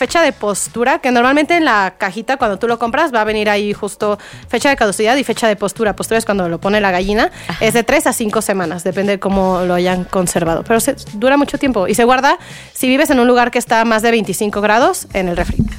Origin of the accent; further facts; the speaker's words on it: Querétaro, Mexico; Yo soy de Querétaro y justo vengo aquí de visita.